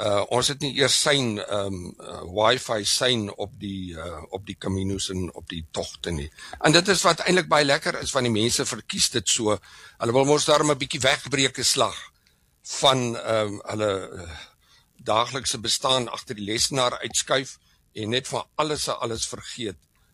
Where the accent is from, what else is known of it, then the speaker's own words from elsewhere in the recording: Western Cape, South Africa; Weet jy, ek het my eerste 10 jaar het ek op in die Boland groot geword, waar ons gewoon het in op 'n plaas Wysesdrift langs die bekende Breerivier in die omgewing van Goudini Bad, Goudini Spa